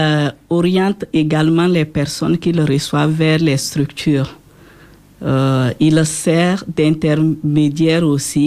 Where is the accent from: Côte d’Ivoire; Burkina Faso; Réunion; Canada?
Burkina Faso; now in Liège, Belgium; originaire du Burkina Faso. J'habite à la ville de Liège.